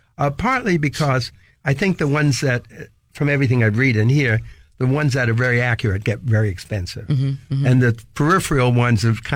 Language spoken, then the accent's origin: English; New York City, New York, United States; Ever since I was very young, growing up in Brooklyn, New York, with no real experience of Asia, I was fascinated by Asia, by Japan, by China.